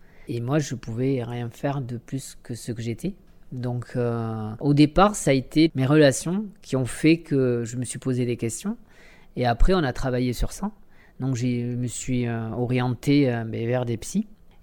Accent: Itsassou, Nouvelle-Aquitaine, France; je suis d'Itsassou, oui. Alors j'ai voyagé un peu partout, mais là, pour faire ma transition, j'avais vraiment envie de revenir aux sources

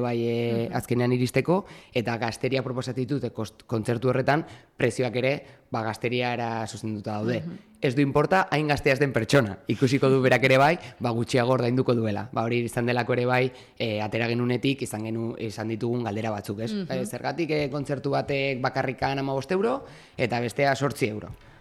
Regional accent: Irun, Basque Country, Spain; Hau egira, ba, Irundarra naiz, orain dela 10 urte

